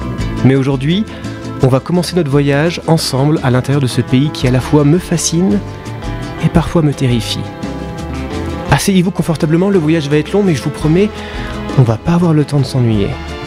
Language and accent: French; France; born or raised there